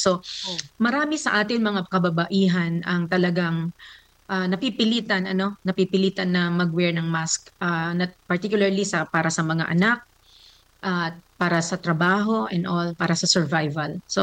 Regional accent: Daet, Bicol Region, Philippines; Daet, Ma'am.

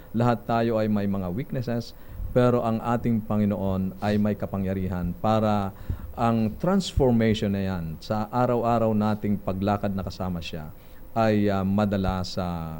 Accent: Quezon, Calabarzon, Philippines; Doon sa amin sa Quezon, Barda

